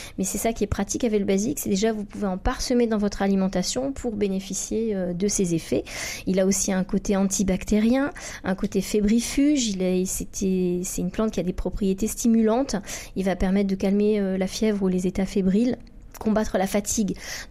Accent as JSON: {"language": "French", "region": "Provence-Alpes-Côte d'Azur", "country": "France", "said": "je suis provençale"}